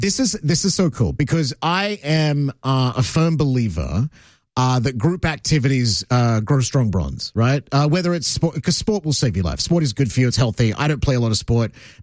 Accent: Australia; I grew up in Australia.

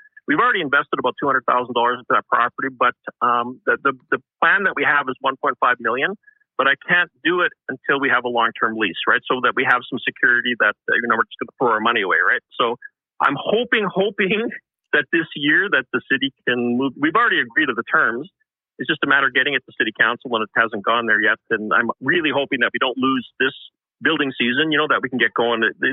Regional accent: Winnipeg, Manitoba, Canada; Yeah, I'm a lifelong Winnipegger. I grew up in the West End, so the Red River X was always a part of the community.

